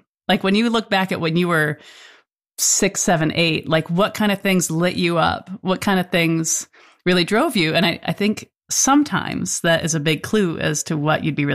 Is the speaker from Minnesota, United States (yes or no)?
no; Farmington, Connecticut, United States; I grew up in Farmington, Connecticut, and it was a nice place to be.